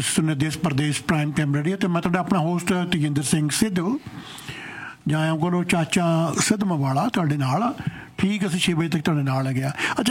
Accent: Punjab, India; ਸਾਡਾ ਪਿੰਡ ਪੈਂਦਾ ਮੁੱਲਾਪੁਰ ਤੇ ਜਗਰਾਉਂ ਦੇ ਵਿਚਾਲੇ

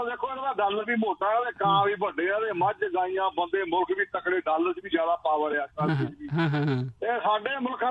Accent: Punjab, India; ਜਲੰਧਰ ਨਾਲ ਸਾਡੀਆਂ ਬੜੀਆਂ ਪੁਰਾਣੀਆਂ ਯਾਦਾਂ ਜੁੜੀਆਂ ਆ ਤੇ ਮੇਰਾ ਪਿੰਡ ਵੀ ਜਲੰਧਰ ਜ਼ਿਲ੍ਹੇ ਦਾ ਆਖਰੀ ਪਿੰਡ ਹੈਗਾ

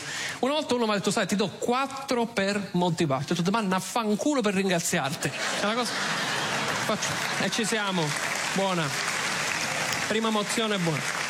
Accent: Southern Italy, Italy; Io, in quanto terrone, sbaglierò i verbi transitivi e intransitivi anche stasera. Perché noi abbiamo questa caratteristica

